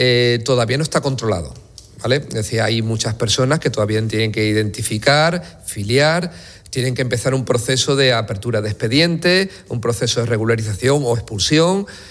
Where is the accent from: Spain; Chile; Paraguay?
Spain; Ceuta; Bueno, los que somos de Ceuta sabemos que esto nunca será de Marruecos.